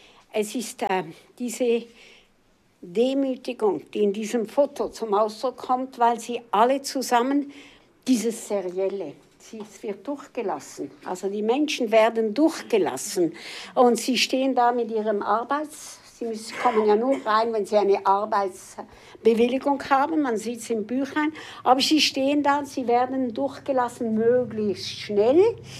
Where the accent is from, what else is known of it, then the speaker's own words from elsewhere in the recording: Visp, Valais, Switzerland; also born or lived in Brig; Ich selber bin aus dem Wallis, aus Visp und ging von 1958 bis 1960 in Brieg in die Sekundarschule, in die Klosterschule.